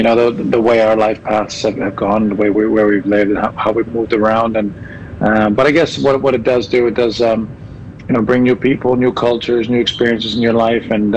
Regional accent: Canada; born there; also born or lived in Bosnia and Herzegovina / Germany; I was born in Bosnia in 1987, and within 4 years my life and my family's life got turned upside down, really, and we were forced to flee the country, and we ended up moving to Germany for a few years, and then Canada after that.

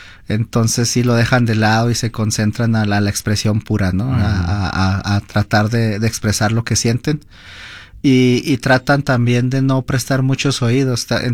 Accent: Mexico; entonces trata uno de decir, ah, yo soy mexicano y también puedo, yeah, escribir como ellos

